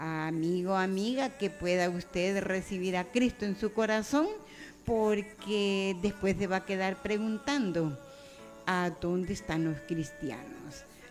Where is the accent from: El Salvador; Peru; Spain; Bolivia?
El Salvador; Nueva Guadalupe, San Miguel; yo vengo de Nueva Guadalupe, departamento de San Miguel, y el lugar donde me congrego, la Iglesia Pentecostal Jesús es Luz